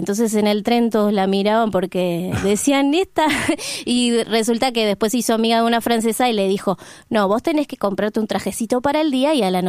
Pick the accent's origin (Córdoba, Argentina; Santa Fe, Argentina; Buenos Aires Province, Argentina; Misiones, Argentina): Buenos Aires Province, Argentina; Mar del Plata; moved away as an adult; now in Buenos Aires, Argentina; Soy de Mar del Plata y estudié allá.